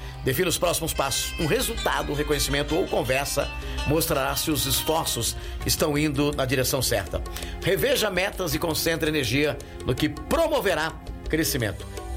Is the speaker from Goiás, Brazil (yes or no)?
no; Descalvado, São Paulo, Brazil; moved away; minha terra querida, amada e inesquecível